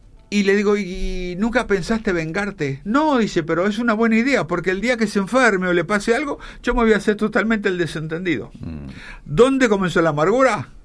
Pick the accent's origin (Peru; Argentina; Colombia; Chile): Argentina; now in Paraguay; yo no le comenté a la audiencia que lamentablemente yo soy argentino.